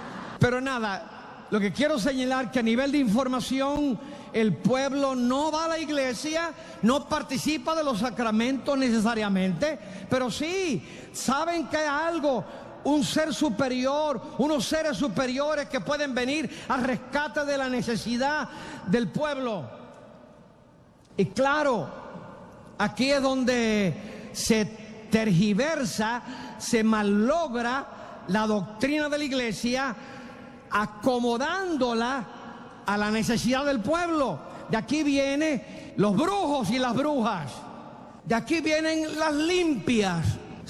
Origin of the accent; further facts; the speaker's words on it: Puerto Rico; moved away; also born or lived in Mexico City; En mi tierra puertorriqueña, el campesino le dice: la Virne María.